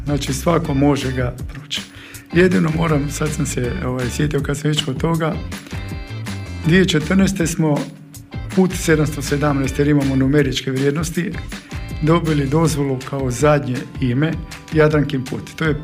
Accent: Pula, Istria County, Croatia; Gledajte, mi iz Pule smo pravi volonteri. Znači dođemo iz Pule.

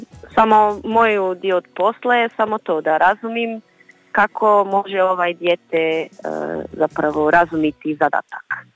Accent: Portugal; Croatian is a second language; Ne znam ako je neko rekao, ali ja sam inače iz Portugalu.

